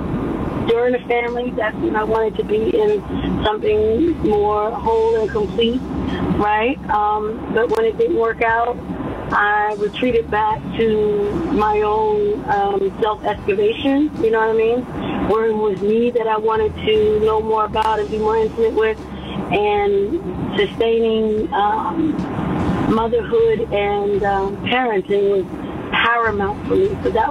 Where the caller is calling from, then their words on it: Richmond, United States; I'm calling in from Richmond.